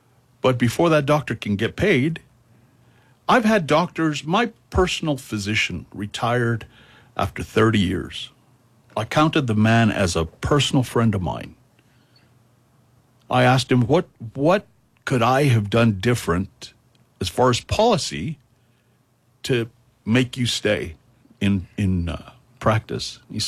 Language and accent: English; Española, New Mexico, United States; I look at my hometown. I grew up in Española.